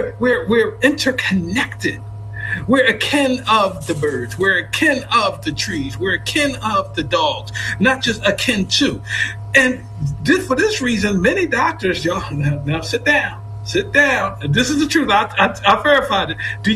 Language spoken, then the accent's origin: English; United States; moved away; And I am also from the Black Bottom. We just simply called it the Bottom when I was coming up. But I am also a product of the Bottom.